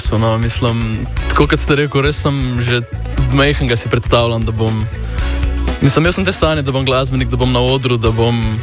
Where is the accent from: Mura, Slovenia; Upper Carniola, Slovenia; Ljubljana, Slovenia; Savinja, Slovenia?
Ljubljana, Slovenia